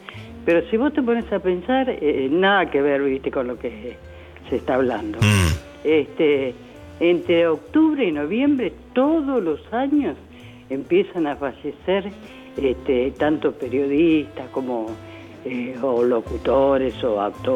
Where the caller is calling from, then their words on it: Ciudadela, Buenos Aires Province, Argentina; de Ciudadela.